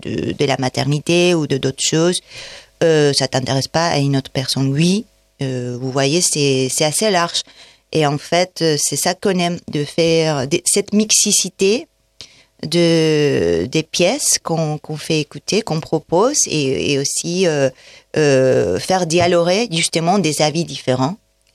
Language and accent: French; Valencia, Valencian Community, Spain; French is a second language; now in France; Donc, en Espagne, je viens de Valencia, et en Espagne, j'ai organisé ça avec une amie